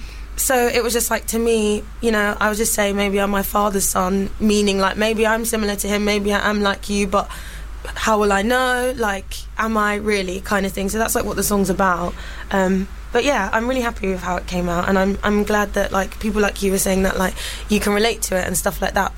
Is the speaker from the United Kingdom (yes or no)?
yes; United Kingdom; also born or lived in United States; I was living in the UK. That's where I was born in America, but I grew up here and lived here, like, from, like, 3 years old.